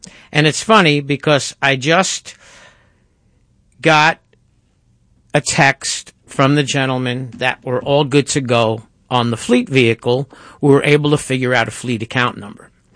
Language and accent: English; New York, United States; And if you've listened to the show for a while, you realize I'm from New York.